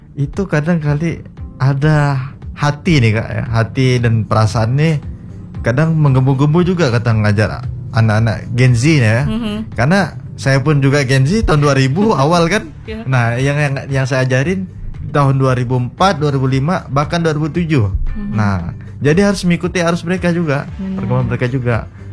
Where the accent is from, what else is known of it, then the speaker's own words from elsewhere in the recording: Sintang, West Kalimantan, Indonesia; saya, Kak, karena berasal dari Sintang lah ya. Karena Sintang ini kan, bahkan wilayah Kalimantan Barat ini, Sintang termasuk regional 3T.